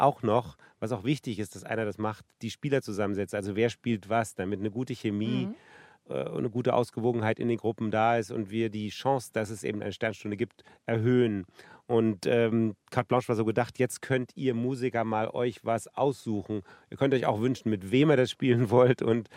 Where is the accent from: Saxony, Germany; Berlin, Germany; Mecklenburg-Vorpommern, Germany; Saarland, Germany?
Berlin, Germany; Ein Album zu meiner Jugend in Ost-Berlin.